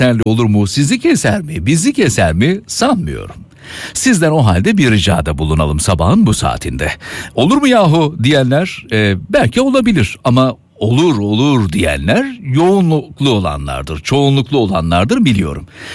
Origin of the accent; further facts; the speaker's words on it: Istanbul, Turkey; ben İstanbul'da doğdum, büyüdüm, yetiştim.